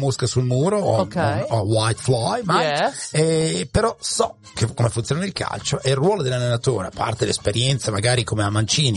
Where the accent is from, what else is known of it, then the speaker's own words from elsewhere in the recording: Modena, Emilia-Romagna, Italy; Io sono di Modena